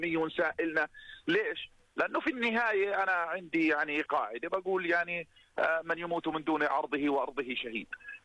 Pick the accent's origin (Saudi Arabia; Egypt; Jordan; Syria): Jordan; انا شاب اردني مواطن اردني